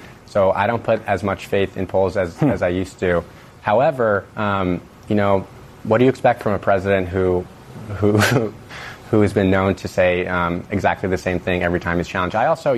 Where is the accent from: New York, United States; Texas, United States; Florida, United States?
New York, United States; my hometown, the place I love the most